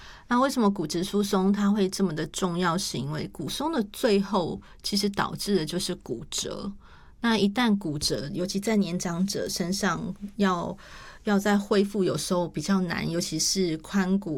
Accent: Taiwan; 所以在我们台湾人的平均的寿命越来越长了，

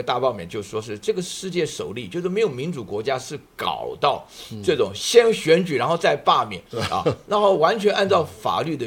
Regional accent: Taiwan; born or raised there

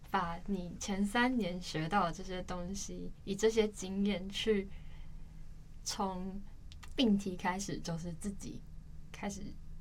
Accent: Yilan County, Taiwan; 因为我本身是宜兰人嘛

